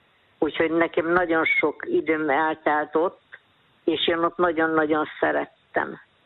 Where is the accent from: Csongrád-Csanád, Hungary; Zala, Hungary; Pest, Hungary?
Pest, Hungary; Jászkarajenő; moved away as an adult; also born or lived in Velence; Jászkara Jenőről van szó. Én ott nőttem fel, ott jártam iskolába, ott mentem férjhez, és utána férjhez menni, és utána Velencére költöztem. Mert a férjem velencei volt.